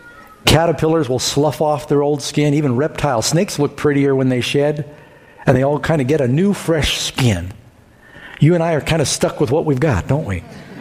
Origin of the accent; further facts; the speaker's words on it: New York City, New York, United States; because I grew up in New York City.